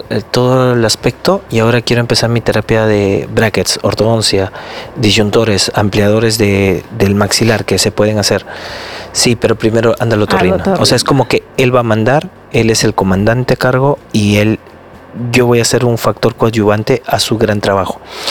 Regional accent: Cajamarca, Peru; Yo también soy de Cajamarca.

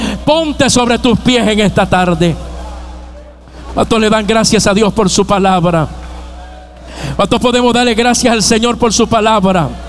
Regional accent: Puerto Rico; Y si usted y yo como puertorriqueños caemos en una crisis

